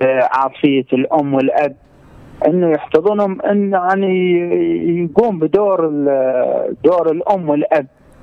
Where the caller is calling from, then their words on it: Hadhramaut, Yemen; من حضرموت.